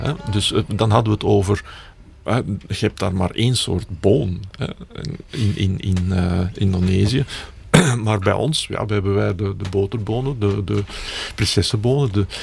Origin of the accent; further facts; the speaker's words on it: Flanders, Belgium; Maar als Vlaming is dat moeilijker te horen.